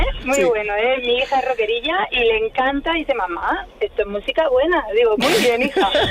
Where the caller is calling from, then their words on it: Murcia, Region of Murcia, Spain; llamo desde Murcia.